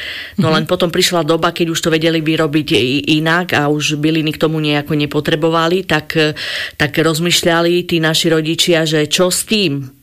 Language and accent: Slovak; Šambron, Prešov Region, Slovakia; to je vlastne moja rodná dedina a tam aj bývam.